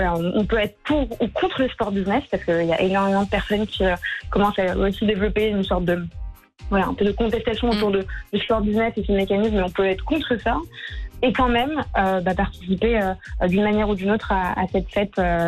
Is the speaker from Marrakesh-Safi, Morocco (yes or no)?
no; Casablanca, Casablanca-Settat, Morocco; J'ai grandi à Casablanca, juste en fait, je suis au Stade d'Honneur que vous devez connaître finalement.